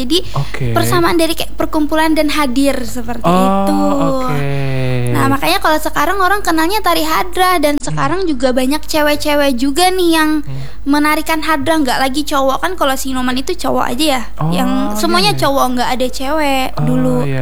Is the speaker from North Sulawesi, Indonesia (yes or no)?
no; Palangka Raya, Central Kalimantan, Indonesia; Anak sanggar hadrah gitu dari Palangka. Kebetulan sama nih kami dari Palangka.